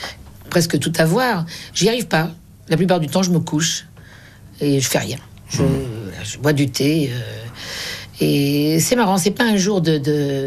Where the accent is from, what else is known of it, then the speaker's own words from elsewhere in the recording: Paris, Île-de-France, France; Je venais de Belleville, du café de mon père.